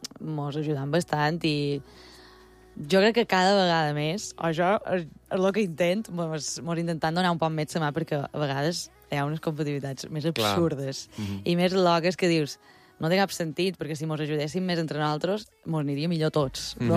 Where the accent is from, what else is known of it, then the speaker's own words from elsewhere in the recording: Balearic Islands, Spain; now in Catalonia, Spain; els mallorquins, quan sortim de Mallorca, mos acabam ajuntant